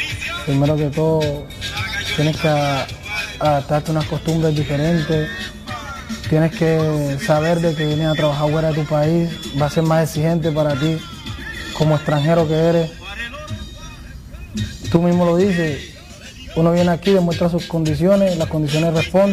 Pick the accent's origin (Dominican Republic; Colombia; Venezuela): Colombia; Cartagena, Bolívar; moved away as an adult; now in Abu Dhabi, United Arab Emirates; En San Francisco, el barrio donde yo nací, ¿no? Un barrio muy movido.